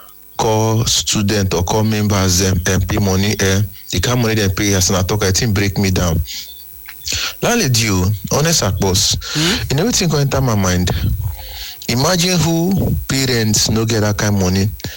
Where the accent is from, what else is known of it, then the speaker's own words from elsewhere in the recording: Nigeria; Nigerians, let's stand up. Let's stand up. They don't kill our country, yo.